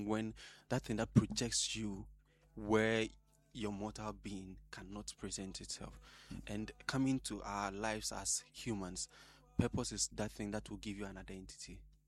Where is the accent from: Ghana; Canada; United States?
Ghana; Wenchi, Bono; I am from Wenji. We are all from Buno.